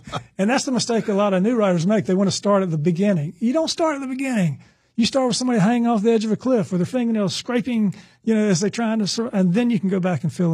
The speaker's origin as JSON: {"language": "English", "town": "Chapel Hill", "region": "North Carolina", "country": "United States", "tie": "born there", "said": "I was born in Chapel Hill, lived here 1 year."}